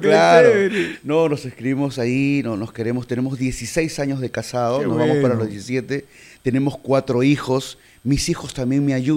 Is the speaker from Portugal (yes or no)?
no; Lima, Peru; Yo soy de José Gálvez.